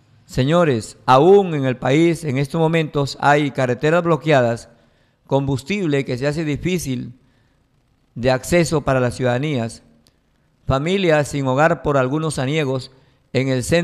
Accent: Peru

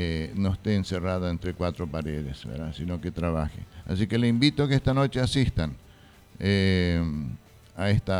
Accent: Fram, Itapúa, Paraguay; born there; moved away; also born or lived in Argentina; Y mi terruño, porque aquí nací, mi terruño Fram. Y vine a Fram a vivir y a trabajar por este terruño

